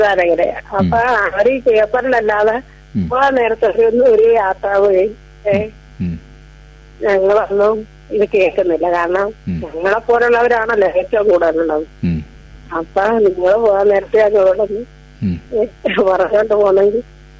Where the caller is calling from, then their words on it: Alappuzha district, Kerala, India; ആലപ്പുഴ ജില്ലയിലെ വലിയ അഴീക്കൽ, ആറാട്ടുപുഴ പഞ്ചായത്ത്.